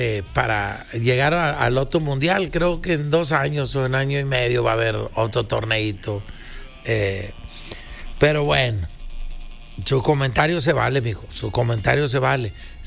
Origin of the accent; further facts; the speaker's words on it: Monterrey, Nuevo León, Mexico; somos regios. Somos mexicanos, pero somos regios.